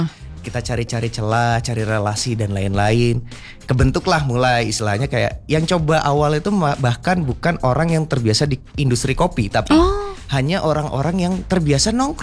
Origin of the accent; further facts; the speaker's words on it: Bogor, West Java, Indonesia; now in Bandung, Indonesia; aku dari gede di Bogor.